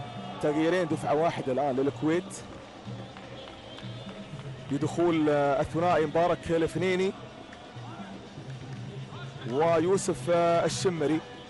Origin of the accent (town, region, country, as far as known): Kuwait